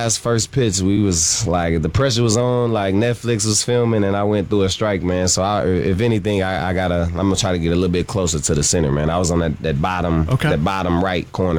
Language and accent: English; St. Louis, Missouri, United States; So I'm from St. Louis, so yeah. I have to be, right?